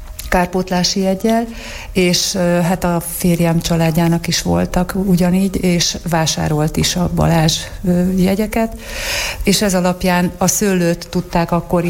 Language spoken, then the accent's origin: Hungarian; Tiszapüspöki, Jász-Nagykun-Szolnok, Hungary; az én oldalamról is Szolnok megyei vagyok, Tiszapüspökiben, ott is hát a déd nagypapámnak mindig volt bora szőlője